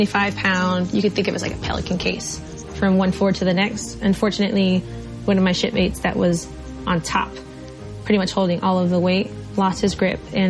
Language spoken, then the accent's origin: English; Hereford, Arizona, United States; I'm originally from Hereford, Arizona.